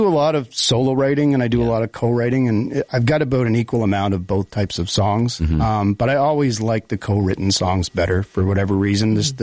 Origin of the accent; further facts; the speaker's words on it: Oxford, Nova Scotia, Canada; moved away as an adult; also born or lived in Ontario; now in Bedford, Canada; I'm originally from Oxford, but I went to Ontario for a number of years doing music and then came back about 9 years ago, and we relocated to Bedford.